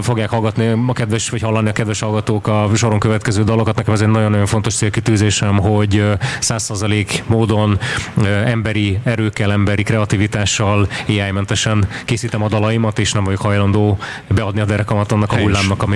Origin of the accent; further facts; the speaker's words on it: Hungary; öten vagyunk ebben a produkcióban magyarok